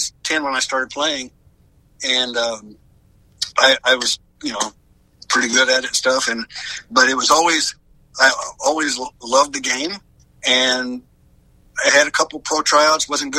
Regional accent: Oklahoma City, Oklahoma, United States; moved away; My hometown's Oklahoma City

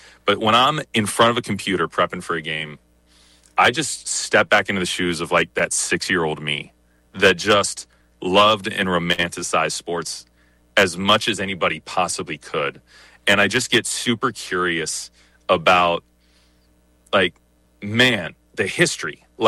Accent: Centerburg, Ohio, United States; moved away as an adult; now in Tampa, United States; we grew up in Ohio

